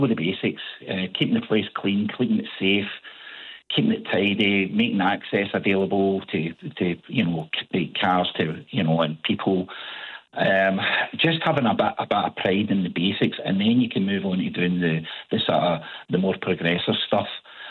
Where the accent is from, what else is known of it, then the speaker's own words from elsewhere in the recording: Glasgow, Scotland, United Kingdom; born and raised in Glasgow and proud to be from Glasgow